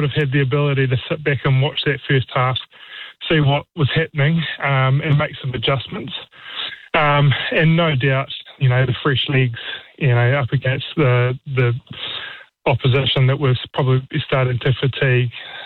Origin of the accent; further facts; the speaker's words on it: New Zealand; as a former All Black and as a New Zealander.